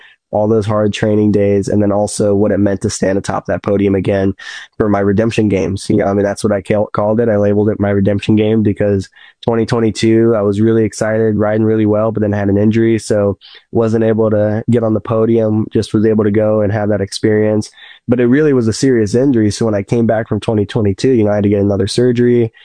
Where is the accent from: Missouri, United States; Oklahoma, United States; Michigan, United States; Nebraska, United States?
Missouri, United States; St. Louis; You know, I grew up in Missouri and St. Louis in the U.S. And as you guys know, that's not in the mountains at all. It's the Midwest.